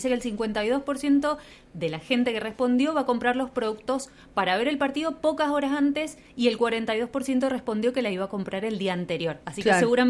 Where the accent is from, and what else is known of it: Argentina